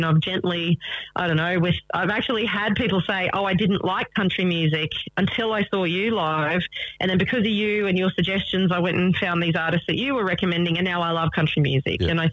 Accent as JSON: {"language": "English", "town": "Toowoomba", "region": "Queensland", "country": "Australia", "tie": "born or raised there", "said": "I'm from Toowoomba, Queensland"}